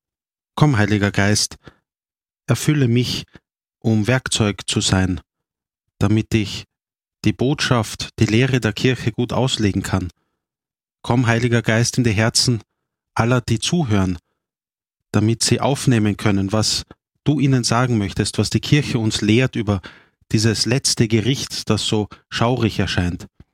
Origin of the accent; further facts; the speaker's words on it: Vienna, Austria; das eine Geschäft gibt es nicht mehr bei mir im 23. Bezirk, wo ich aufgewachsen bin in Liesing